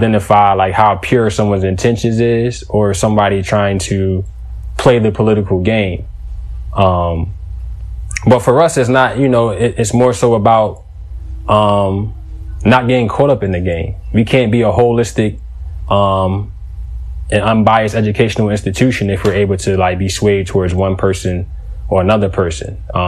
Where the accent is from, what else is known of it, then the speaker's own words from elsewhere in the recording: Philadelphia, Pennsylvania, United States; I might have been 19, 20. And again, I came from Philadelphia, Bartram graduate.